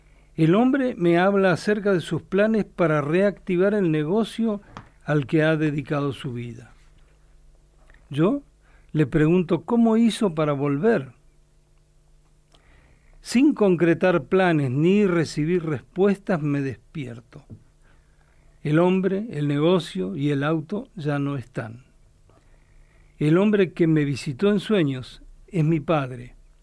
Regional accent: Caleta Olivia, Santa Cruz, Argentina; moved away; yo me crié en Caleta Olivia

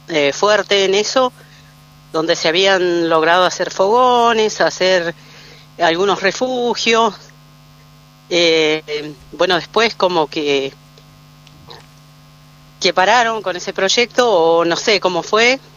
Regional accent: Río Chico, Argentina; yo soy de Río Chico, vivo allá, y bueno, ahora por razones de salud andaba por la ciudad.

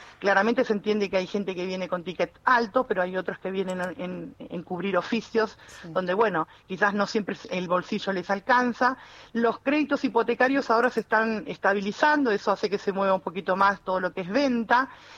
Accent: Mar del Plata, Buenos Aires Province, Argentina; yo que vengo de Mar del Plata, para mí es muy importante también

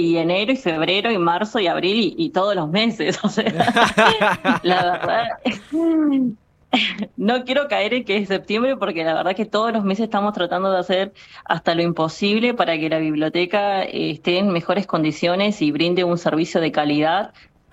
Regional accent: Río Grande, Tierra del Fuego, Argentina; somos fueguinas, nacimos y nos criamos y vivimos en Río Grande

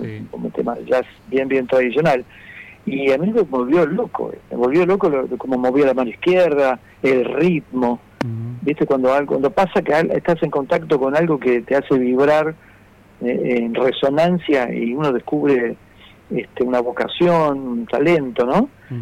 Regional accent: Buenos Aires, Argentina; Sí, yo soy de Buenos Aires y acá el día no está tan lindo

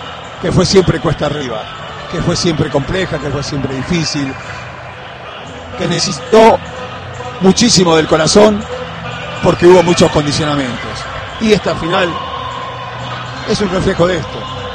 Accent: Argentina; como solo nosotros los argentinos recibimos orgullosos a aquellos que nos representan

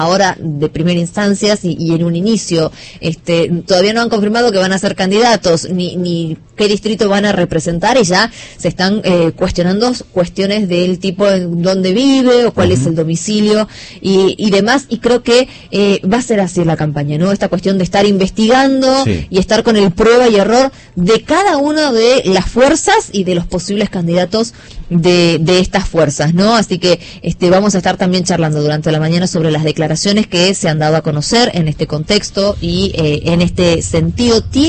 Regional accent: Tucumán, Argentina; orgullosos como tucumanos

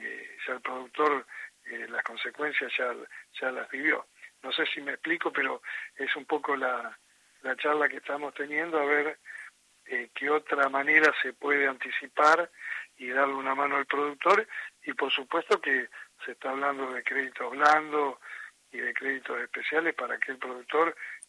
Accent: Argentina; vos no te olvides que el productor, como muchos argentinos, al crédito le tenemos cierto resquemor

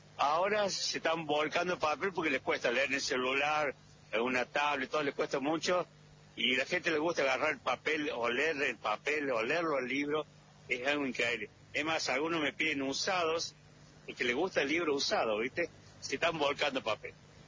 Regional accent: Villa Carlos Paz, Córdoba, Argentina; Yo vengo de Carlos Paz, Córdoba, es un esfuerzo muy grande para llegar acá, 4 días manejando

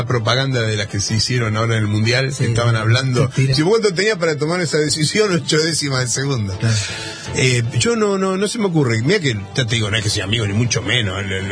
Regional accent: Argentina

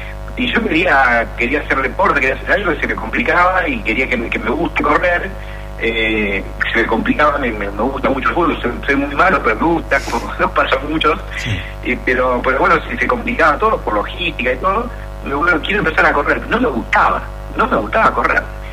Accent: Bernardo de Irigoyen, Santa Fe, Argentina; moved away as an adult; also born or lived in Rosario; now in Buenos Aires, Argentina; yo me había venido recién a Buenos Aires a vivir, que vengo del interior de Rodríguez de Santa Fe.

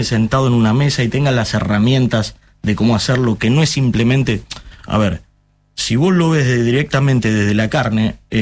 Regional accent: Buenos Aires, Argentina; born there; moved away as an adult; also born or lived in Santa Cruz, Argentina; now in Ushuaia, Argentina; Yo soy de Buenos Aires, nacido en Buenos Aires. Sí. Trabajé unos 10 años en Santa Cruz.

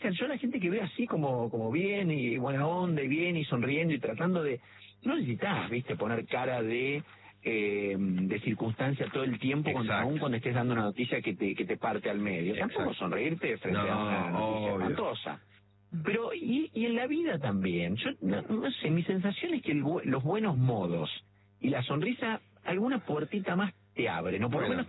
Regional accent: Rafaela, Santa Fe, Argentina; also born or lived in Córdoba; No nací en Rafaela.

